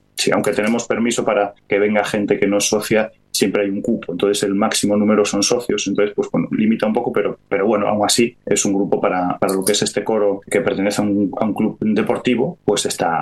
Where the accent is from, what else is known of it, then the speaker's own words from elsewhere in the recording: Galicia, Spain; now in Canary Islands, Spain; Galicia, que además es mi tierra. Yo, bueno, yo vivo en Canarias hace ya casi 30 años y soy como adoptado aquí, como todo el mundo me dice, pero yo gallego siempre seré